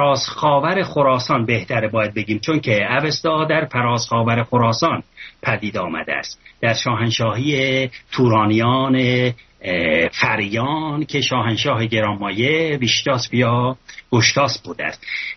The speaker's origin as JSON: {"language": "Persian", "region": "Ardabil Province", "country": "Iran", "tie": "born there", "said": "در اردبیل، من استان اردبیل زاده شدم"}